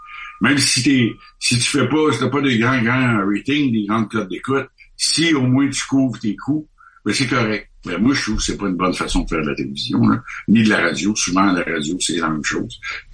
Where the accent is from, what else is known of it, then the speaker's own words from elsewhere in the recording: Canada; moi, je dis, écoutez, moi, je suis du Canada, je suis ici passage